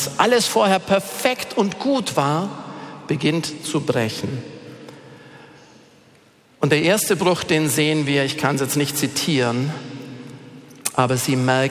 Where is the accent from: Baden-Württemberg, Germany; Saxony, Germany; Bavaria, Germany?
Bavaria, Germany; Und wenn du irgendwo hier in Bayern, ich komme aus dem Allgäu, gehst du ins Allgäu